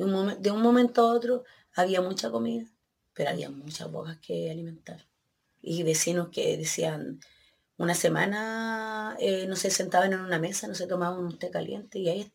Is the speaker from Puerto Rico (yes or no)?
no; Lirquén, Biobío, Chile; gente que yo nunca pensé que iba a llegar 2 días después a mi pueblo a ayudarnos. Y no vi municipalidad, no vi gobierno, no vi nada, nada. Oye, yo, a mí me llamó la atención un momento, andaban, parecíamos, no sé, alma en pena, todo Lirquén